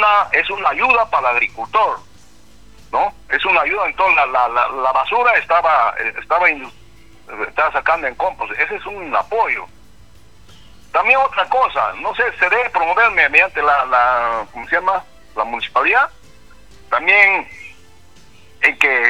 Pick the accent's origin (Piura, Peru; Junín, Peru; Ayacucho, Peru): Junín, Peru; Mazamari; yo crecí en Mazamari